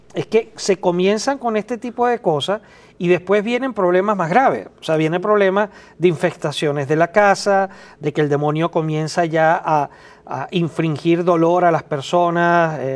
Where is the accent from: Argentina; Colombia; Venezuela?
Venezuela; now in United States; Por ejemplo, aquí en los Estados Unidos, donde en la zona de la Florida, en el Caribe, en mi país, en Venezuela